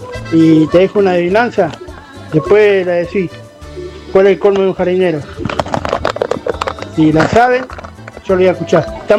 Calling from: Argentina; de Villamana Galvez.

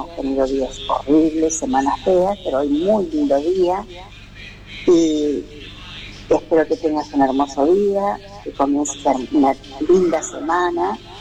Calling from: Viedma, Río Negro, Argentina; Vivo en Viedma, Río Negro. Te escucho por el 88.5.

